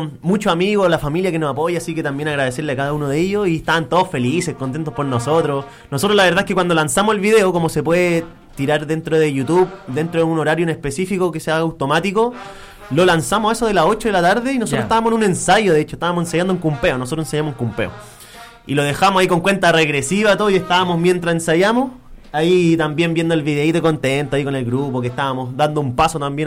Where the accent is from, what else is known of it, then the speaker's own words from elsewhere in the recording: Rauco, Romeral, Maule, Chile; nosotros somos de Rauco, Romeral, entre otros lugares